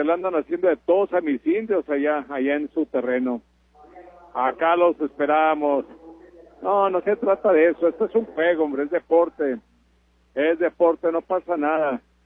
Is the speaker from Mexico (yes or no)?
yes; Ciudad Juárez, Chihuahua, Mexico; El Gallo Gardea, él es de Chihuahua, yo soy originario de Juárez 100%.